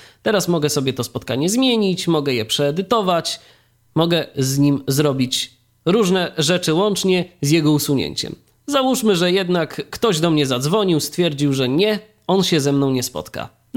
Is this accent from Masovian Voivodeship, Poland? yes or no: no; Iława, Warmian-Masurian Voivodeship, Poland; Czyli moje rodzinne miasto.